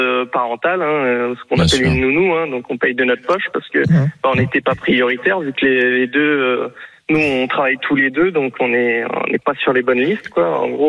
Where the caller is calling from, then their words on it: Antony, Île-de-France, France; moi j'habite à Antony